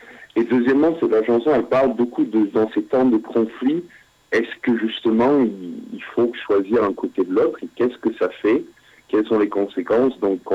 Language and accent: French; Scotland, United Kingdom; accent: Scottish; mon accent écossais qui varie sort de temps en temps dans les paroles, ça aide pas aussi.